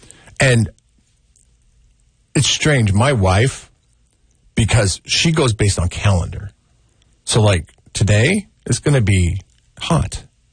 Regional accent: Seattle, Washington, United States; now in San Luis Obispo County, United States; I grew up in Seattle. It gets colder overnight here than it does in Seattle by far.

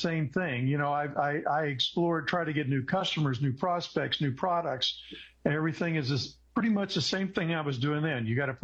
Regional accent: Dallas, Texas, United States; Well, I'm from Dallas, Texas, and I have a sister that's about 6 years younger than me.

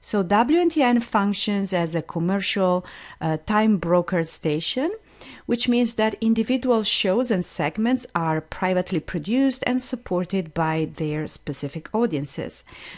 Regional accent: Piedmont, Italy; moved away; I'm from Piedmont, you know, the Piemonte region in Italy. It's northwest.

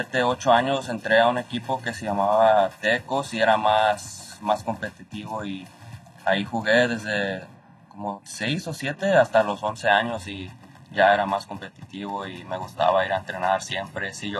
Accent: Berkeley, California, United States; born there; now in Houston, United States; Yo nací en Berkeley, California

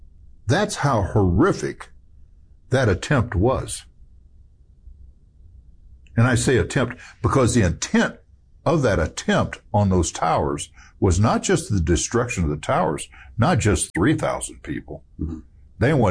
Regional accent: United States; I'm an American. That's important to me because I'm not just an American, I'm a Christian.

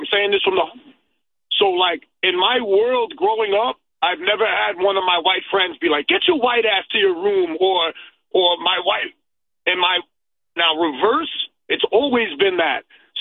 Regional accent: New York City, New York, United States; As an adult, I lived in Howard Beach

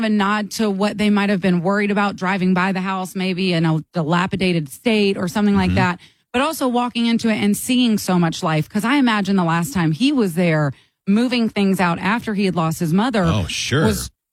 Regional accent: Augusta, Georgia, United States; I'm from Augusta.

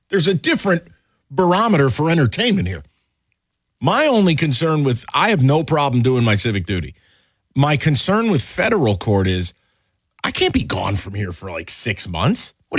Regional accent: New York, United States; Well, I'm from New York State.

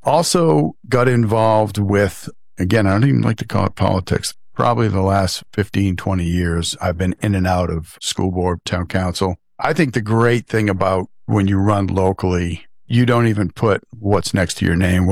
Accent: Orono, Maine, United States; Born and raised in Orono, came through the Orono School Systems, University of Maine, back in early 90s. Came from a large family in Orono. I'm the youngest of 10.

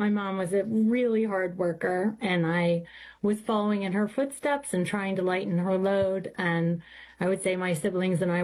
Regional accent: Morton, Illinois, United States; I'm from Morton, Illinois, and I am the middle kid.

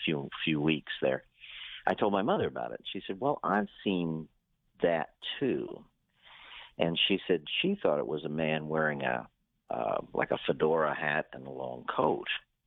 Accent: Ohio, United States; I am from South Central Ohio

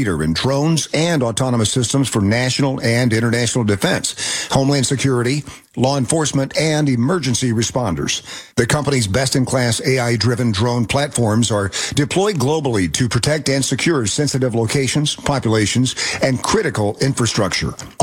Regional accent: Knoxville, Tennessee, United States; I grew up in Knoxville, Tennessee, and women's basketball was huge, and it is huge there.

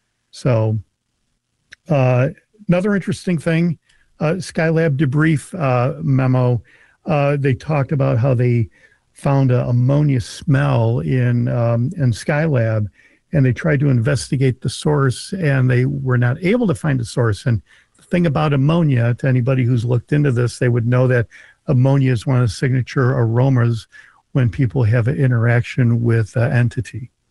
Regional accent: Illinois, United States; I'm from Illinois.

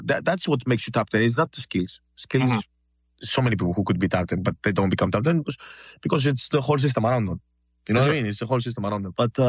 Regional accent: Greece; moved away; I grew up in Europe. I was born and raised in Greece, bro.

